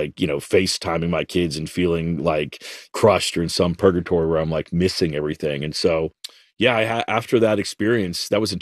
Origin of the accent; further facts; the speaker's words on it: the South, United States; growing up in the South, there was a part of me that was always like ready to get out of there.